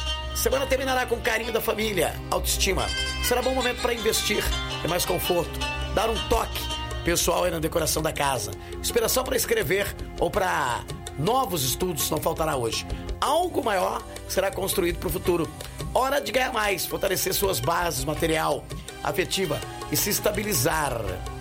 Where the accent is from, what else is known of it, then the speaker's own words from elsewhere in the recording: Araraquara, São Paulo, Brazil; Minha terra.